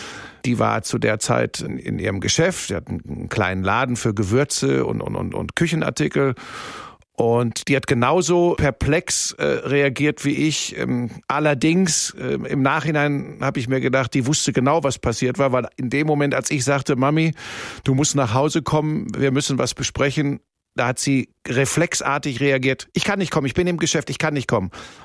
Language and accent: German; Hagen, North Rhine-Westphalia, Germany; also born or lived in Cologne / Munich; Bin dann aufgewachsen in Hagen. Das ist so Tor zum Sauerland, ja. Ruhrgebiet. Und dann habe ich im Rheinland studiert, in Köln an der Sporthochschule und bin 1993 dann nach München gegangen.